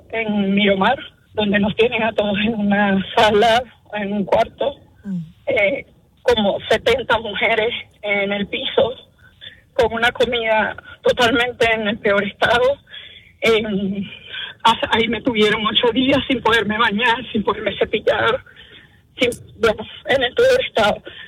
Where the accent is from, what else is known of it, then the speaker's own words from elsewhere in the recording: Venezuela; moved away as an adult; now in United States; Actualmente yo tengo asilo pendiente, soy de Venezuela y tengo casi 8 años aquí.